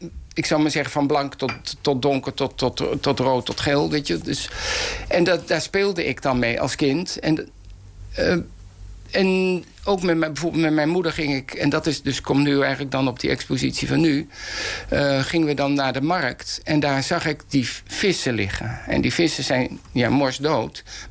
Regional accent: Amersfoort, Utrecht, Netherlands; born there; Ik ben geboren in Amersfoort.

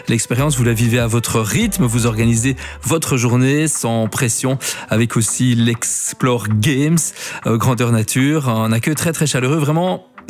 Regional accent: Charleroi, Wallonia, Belgium; Ah bah oui, on est carolo autour

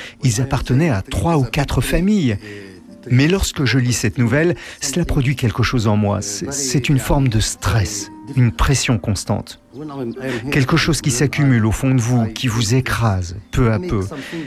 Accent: West Bank, Palestine; Je viens de la région de Salfit. La semaine dernière, 40 oliviers y ont été abattus.

